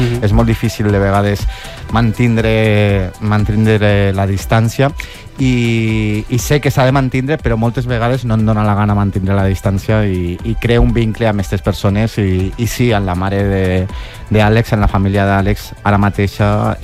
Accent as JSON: {"language": "Catalan", "town": "Calp", "region": "Valencian Community", "country": "Spain", "tie": "born or raised there", "also_born_or_lived": "Benissa", "said": "jo sóc de Calp"}